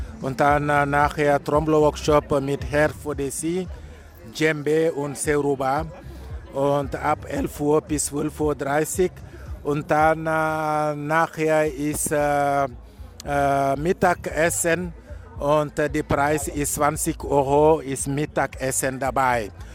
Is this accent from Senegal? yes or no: yes; Casamance, Senegal; German is a second language; moved away as an adult; now in Vienna, Austria; Casamas ist im Senegal, im Süd vom Senegal, und ich komme aus Casamas